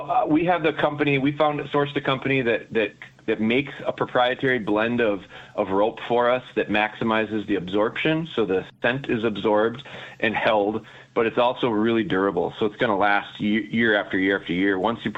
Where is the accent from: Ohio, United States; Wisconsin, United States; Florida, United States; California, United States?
Wisconsin, United States; Rhinelander; I'm from Rhinelander, hence the name Hodag Outdoors. And so I kind of grew up there, and I'm 45 right now.